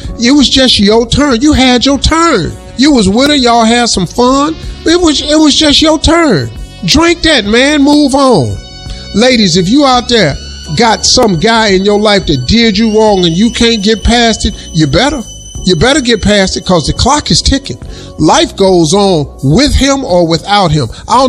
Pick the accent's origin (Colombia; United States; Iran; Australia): Colombia; I'm from Colombia.